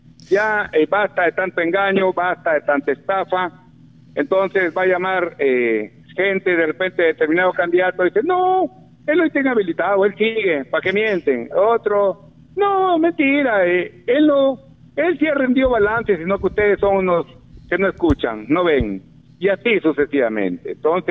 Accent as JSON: {"language": "Spanish", "town": "Olmos", "region": "Lambayeque", "country": "Peru", "said": "mi pueblo de Olmos"}